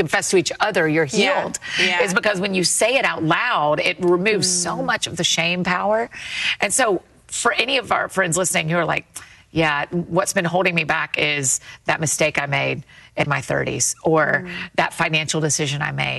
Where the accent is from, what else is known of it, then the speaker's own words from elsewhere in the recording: Atlanta, Georgia, United States; now in Nashville, United States; That's where I grew up in Atlanta, but I live in Nashville.